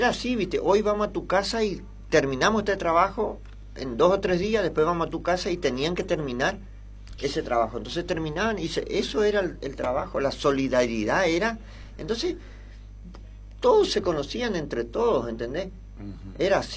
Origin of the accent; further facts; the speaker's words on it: General Alvear, Misiones, Argentina; El año antepasado hicimos un General Alvear en mi pueblo.